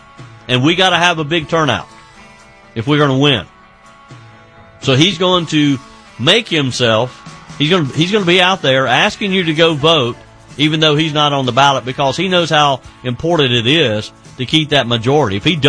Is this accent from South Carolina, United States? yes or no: yes; South Carolina, United States; he called out Dr. Annie Andrews in my home state of South Carolina